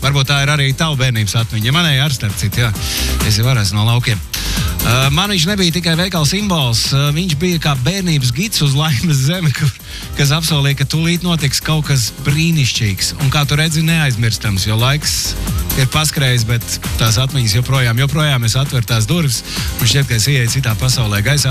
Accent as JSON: {"language": "Latvian", "town": "Kuldīga", "region": "Kuldīga Municipality", "country": "Latvia", "tie": "born or raised there", "said": "Es uzaugu Kuldīgā, skaistā mazpilsētā, kur 90. Gadu sākumā nebija veikalu, kur saldējums būtu vesels piedzīvojums."}